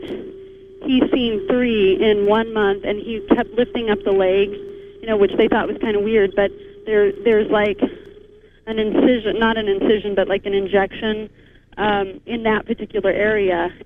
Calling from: Montana, United States; I'm calling from Montana

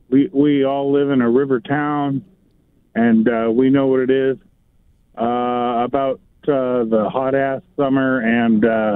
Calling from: Longview, Washington, United States; I'm calling from Longview, Washington.

